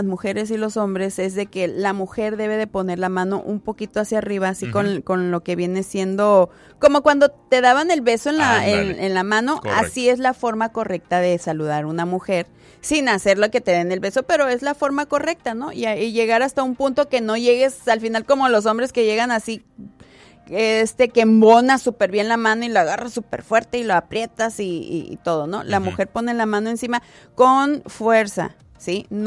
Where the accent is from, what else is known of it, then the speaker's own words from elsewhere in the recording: Mexico; now in San Diego, United States; nosotros como buenos mexicanos